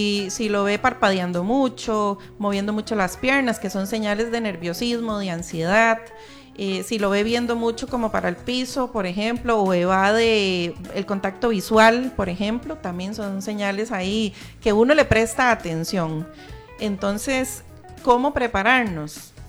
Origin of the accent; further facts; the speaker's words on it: Heredia, Costa Rica; yo soy de Heredia